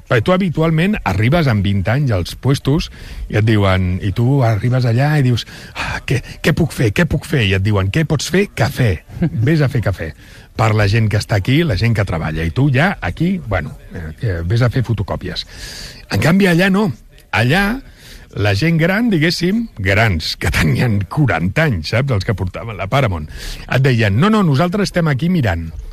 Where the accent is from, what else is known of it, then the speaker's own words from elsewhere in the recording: Catalonia, Spain; moved away as an adult; és perquè sóc català.